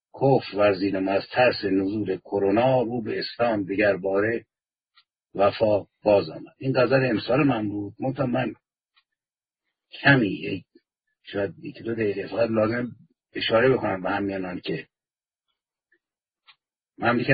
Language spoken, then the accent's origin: Persian; Iran; نوروز واقعا با زندگی من به عنوان یک ایرانی و به عنوان یک شاعر ایرانی سالهاست آمیخته.